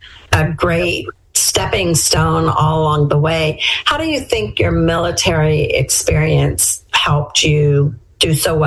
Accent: Pennsylvania, United States; I hail from Pennsylvania

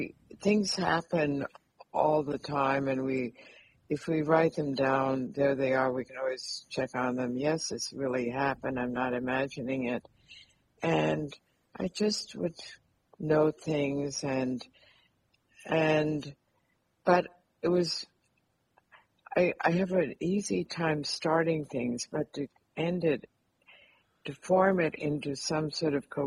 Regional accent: United States; born there; English is a second language; also born or lived in Europe / Latvia

